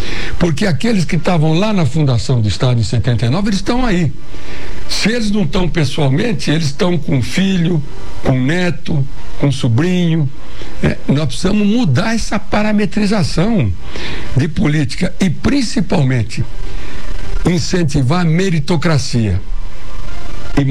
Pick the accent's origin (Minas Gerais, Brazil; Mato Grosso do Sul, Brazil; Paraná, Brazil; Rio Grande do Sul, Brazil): Mato Grosso do Sul, Brazil; born there; me considero em condições, pô, de governar o estado onde eu nasci.